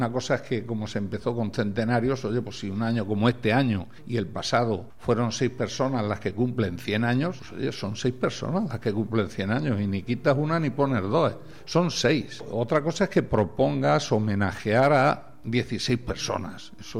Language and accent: Spanish; Caudete, Castilla-La Mancha, Spain